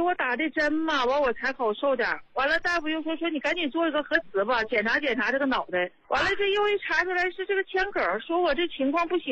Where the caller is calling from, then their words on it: Dandong, Liaoning, China; 胡老师我是丹东的一名患者